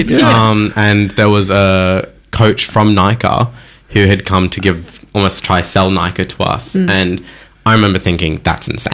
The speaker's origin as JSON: {"language": "English", "town": "Canberra", "region": "Australian Capital Territory", "country": "Australia", "tie": "born or raised there", "said": "Yeah, so I'm from Canberra originally, and I similarly grew up doing youth circus there."}